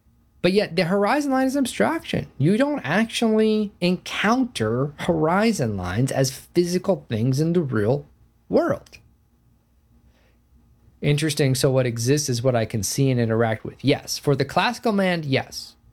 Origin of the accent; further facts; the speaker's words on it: Riverside, California, United States; I know every hill and every tree. I spent my whole childhood running all around Riverside.